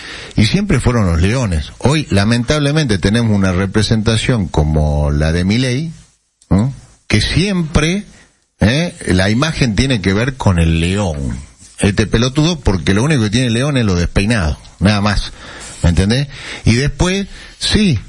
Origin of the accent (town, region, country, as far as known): Argentina